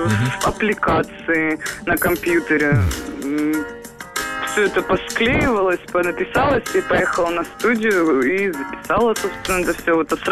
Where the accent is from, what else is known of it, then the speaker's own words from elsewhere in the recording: Poland; Russian is a second language; also born or lived in Kraków; now in Chrzanów, Poland; jako Polak to mówi, bo nie wszystkie słowa dobrze znam.